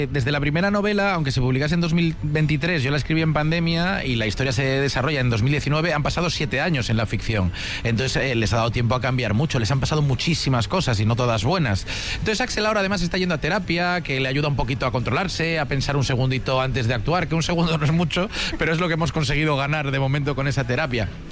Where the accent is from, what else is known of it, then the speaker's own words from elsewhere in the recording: Galicia, Spain; Yo, además, siendo gallego, me siento aquí como en casa.